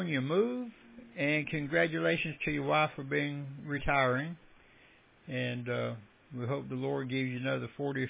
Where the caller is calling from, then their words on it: Georgia, United States; We live just west of Atlanta.